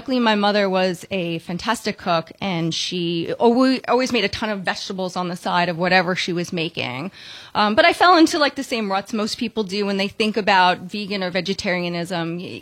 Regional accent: Long Island, New York, United States; I grew up on Long Island.

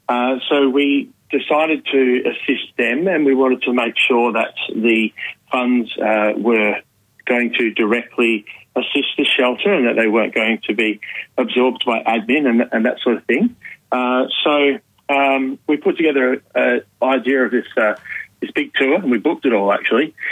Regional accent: Albany, Western Australia, Australia; now in Perth, Australia; we are based in Perth. I'm from Albany originally.

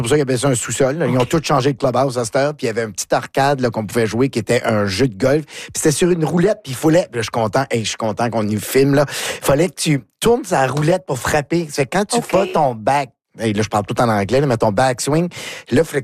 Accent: McLeod, New Brunswick, Canada; born or raised there

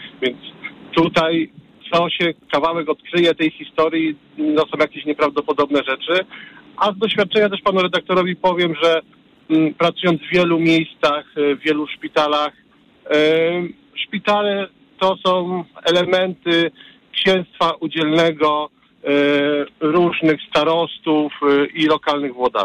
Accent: Poznań, Greater Poland Voivodeship, Poland; Jestem lekarzem z Poznania, właśnie w drodze do pracy.

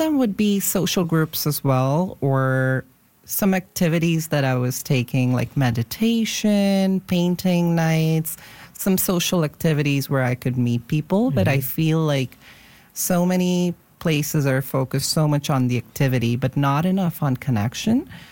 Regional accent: India; moved away as an adult; now in Vancouver, Canada; So I'm originally from India. I moved here when I was 19, and moving to a new country was a culture shock in itself.

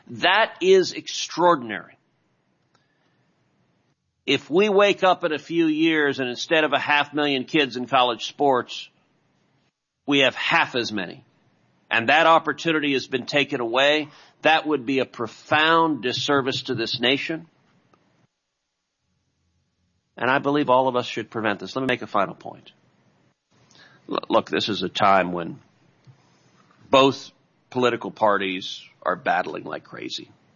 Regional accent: Texas, United States; Look, I'm from Texas. I love the SEC.

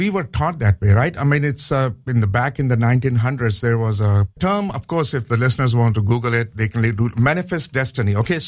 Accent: Pakistan; moved away as an adult; also born or lived in South Korea; I was born and raised in Pakistan, and we don't have pork, right?

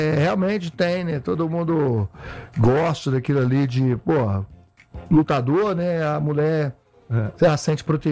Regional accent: Minas Gerais, Brazil; now in United States; sou do interior de Minas

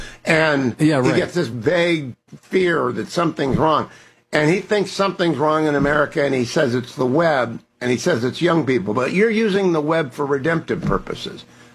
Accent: Ohio, United States; Well, I am too. I'm from Ohio

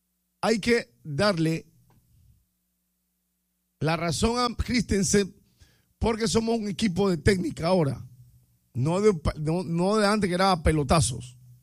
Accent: Panama; somos panameños. Sí, somos panameños

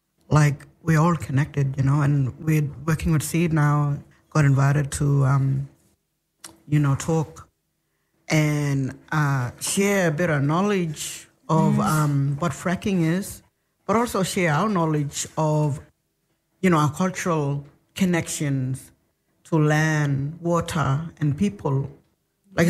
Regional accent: Bidyadanga, Western Australia, Australia; I'm from Bijirenga. I've been living there in Garajari country with my family, but my mum's connection is Pilbara, the Mardu tribe, Western Desert mob

